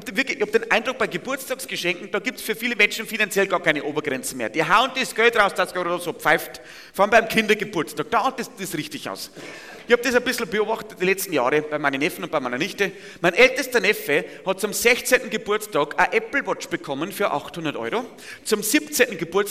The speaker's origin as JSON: {"language": "German", "region": "Bavaria", "country": "Germany", "said": "Ja, bei uns in Niederbayern sagt man Glowschneider, das kannst du immer brauchen."}